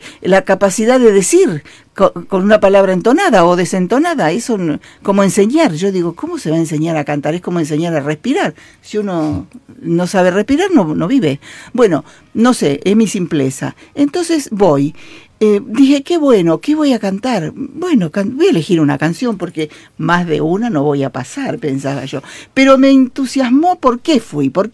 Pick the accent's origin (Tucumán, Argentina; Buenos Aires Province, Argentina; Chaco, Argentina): Buenos Aires Province, Argentina; Los Toldos; born there; now in Longchamps, Argentina; yo nací en Los Toldos hace más de 70 y largos años, en Los Toldos. Luego nos quitaron la tierra, nos tuvimos que ir.